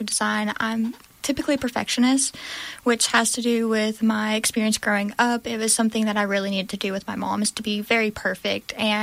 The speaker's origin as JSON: {"language": "English", "region": "Mississippi Delta", "country": "United States", "tie": "born or raised there", "said": "Growing up in the Delta, there's a strong tradition of quilting. And that's something that I experienced"}